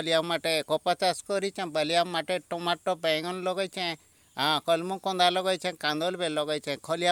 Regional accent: Odisha, India; ଆମର ଗାଁ ହେଲା ଇ ଛାପ ସଡ଼କ ହେଲା, ପଞ୍ଚାୟତ ହେଲା ଗୋଡ଼େଲ ପଦ।

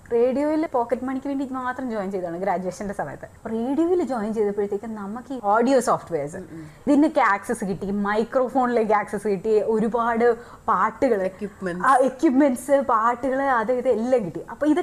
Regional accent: Dubai, United Arab Emirates; ഞാൻ ദുബായിലാണ് പഠിച്ചതും വളർന്നതൊക്കെ.

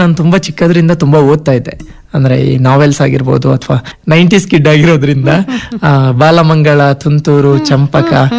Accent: Vitla, Karnataka, India; born there; now in Madikeri, India; ನನ್ನ ಸ್ವಂತ ಊರು ಪುತ್ತೂರು ತಾಲೂಕಿನ ವಿಟ್ಲ. ವಿಟ್ಲದಲ್ಲಿ ಕನ್ಯಾನ ಅಂತ ಒಂದು ಗ್ರಾಮ ಇದೆ. ಆ ಗ್ರಾಮದಲ್ಲಿ ನಂದರಬೆಟ್ಟು ನನ್ನ ಸ್ವಂತ ಊರು. ಅಲ್ಲಿಂದ ನನ್ನ ಮನೆಯವರು ಈಗ ಕೊಡಗಿನ ಮಡಿಕೇರಿಯ ಗಾಳಿಬೀಡಲ್ಲಿ ನೆಲೆಸಿದ್ದಾರೆ.

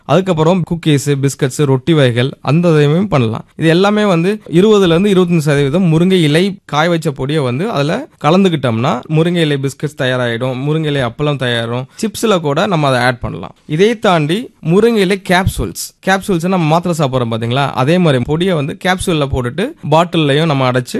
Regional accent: Vedasandur, Tamil Nadu, India; திண்டுக்கல் மாவட்டம் வேடசந்தூர்ல இருந்து வந்தேன். என்னோட சின்ன வயசுல என்னோட தோட்டத்துல நான் பார்த்த அனுபவத்தினாலதான்

